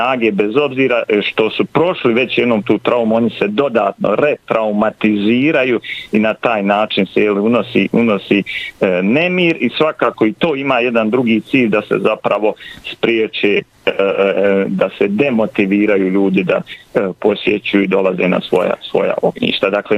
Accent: Višegrad, Republika Srpska, Bosnia & Herzegovina; Ja sam konkretno iz Višegrada, ja danas idem u Višegrad

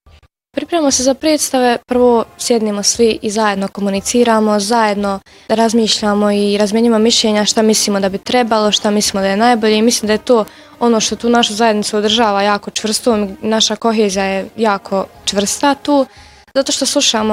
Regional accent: Tešanj, Federation of Bosnia and Herzegovina, Bosnia & Herzegovina; dolazim iz Tešnje, pohađam gimnaziju Musa Ćazmi Ćatić.

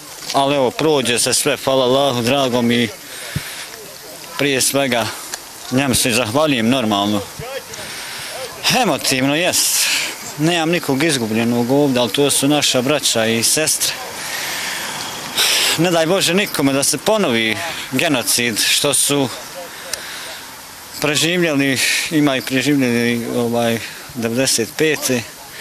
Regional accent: Tojšići, Federation of Bosnia and Herzegovina, Bosnia & Herzegovina; Iz Tojšića sam, evo, dolazim ovdje, 15. sam put na maršu.

